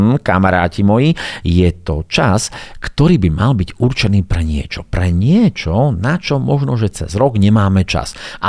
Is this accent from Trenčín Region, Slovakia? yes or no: no; Bardejov, Prešov Region, Slovakia; my v Bardejove, keďže ja pochádzam z Bardejova